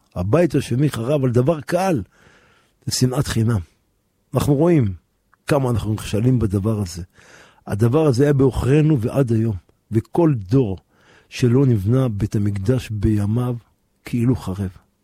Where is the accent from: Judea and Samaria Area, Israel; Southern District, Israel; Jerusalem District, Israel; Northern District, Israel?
Jerusalem District, Israel; Jerusalem; גדלנו ברוך השם בשכונת בוחרים